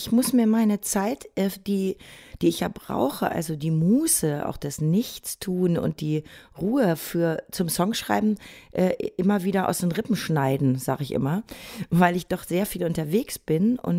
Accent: Bad Salzuflen, North Rhine-Westphalia, Germany; now in Berlin, Germany; in meiner Kindheit und Jugend in Bad Salzuflen, in so einer Kleinstadt

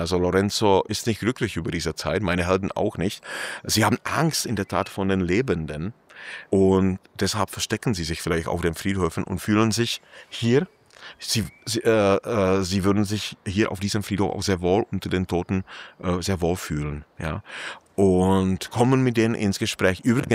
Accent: Bohemia, Czechia; Ich komme ja auch aus Böhmen und Prag ist voll von solchen Geschichten

